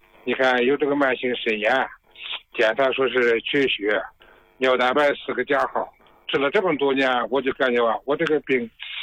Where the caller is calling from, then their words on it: Nantong, Jiangsu, China; 哎，好，刘老师，我是南通的一个患者。